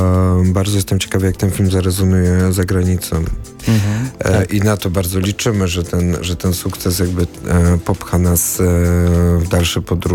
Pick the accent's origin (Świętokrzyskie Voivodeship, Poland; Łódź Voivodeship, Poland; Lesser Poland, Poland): Lesser Poland, Poland; Kraków; ja pochodzę z Krakowa